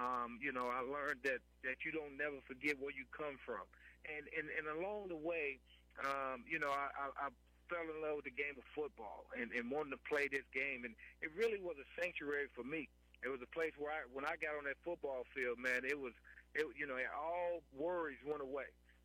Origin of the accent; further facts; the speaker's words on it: Lawton, Oklahoma, United States; I grew up, again, in Lawton, Oklahoma.